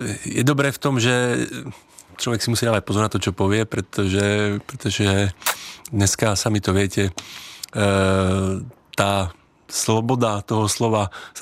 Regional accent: Košice, Košice Region, Slovakia; tak hovorím, no, akože odkiaľ si, alebo to hovorím, že ja som z Košíc, no tak to ani náhodou.

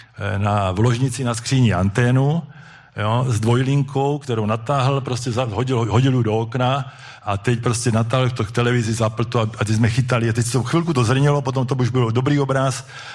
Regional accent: Uherské Hradiště, Zlín Region, Czechia; moved away; pocházím z Uherského Hradiště

